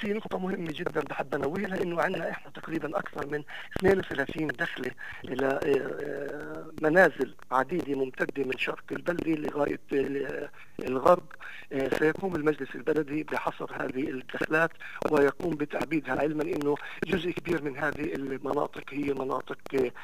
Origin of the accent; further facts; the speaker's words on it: Nablus Governorate, Palestine; عندنا في الريف في جنوب نابلس